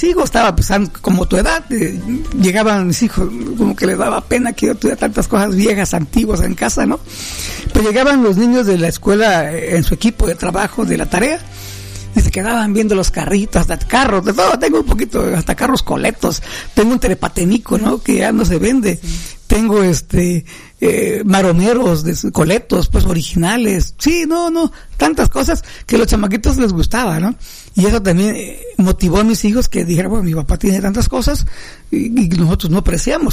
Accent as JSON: {"language": "Spanish", "town": "Tuxtla Gutiérrez", "region": "Chiapas", "country": "Mexico", "tie": "born or raised there", "said": "yo me acuerdo que de chamaco aquí en Tuxtla y en Chiapa de Corzo, porque en Chiapa de Corzo vivía mi abuela paterna"}